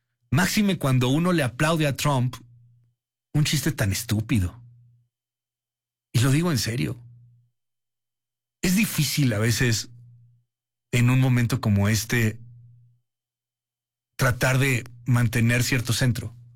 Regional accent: Mexico; A mí, orgullosamente, me gusta decir que soy mexicano.

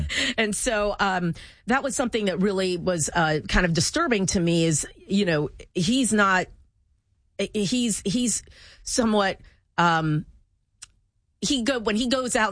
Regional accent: Columbia, Maryland, United States; So I am from Columbia, Maryland here. Mm-hmm. And that's actually in Howard County. Mm-hmm. And my parents actually settled in Howard County, Maryland, really because of Jim Rouse, because that would have been in the late 60s and early 70s.

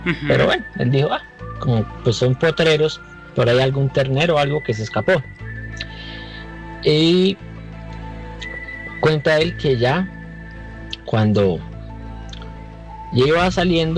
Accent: Santander, Colombia; Nosotros somos de Santander. Y pues crecimos en el campo, tenemos una finca y todos los domingos se madruga a la plaza a vender.

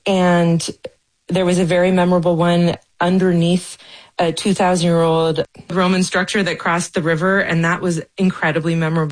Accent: California, United States; I'm from Northern California.

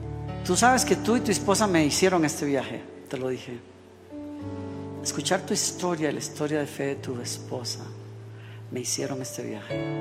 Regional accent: Moravia, San José, Costa Rica; en el parque de mi pueblo en Costa Rica. De ahí vengo yo, un pueblito que se llama Moravia

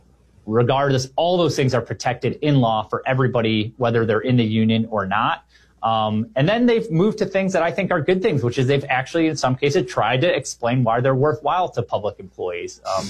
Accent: Illinois, United States; if you were from like my home state of Illinois, where my parents, you know, my dad was school teacher

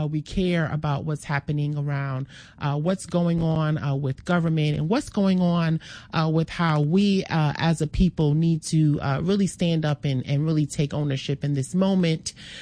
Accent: New York, United States; Well, I am a New Yorker

